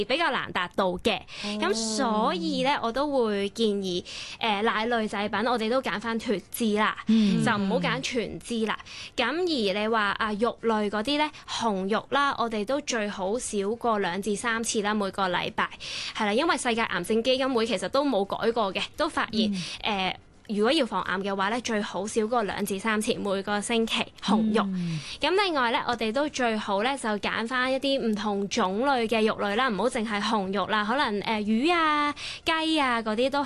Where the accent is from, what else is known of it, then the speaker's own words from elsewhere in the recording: Hong Kong; 但是我们香港人啦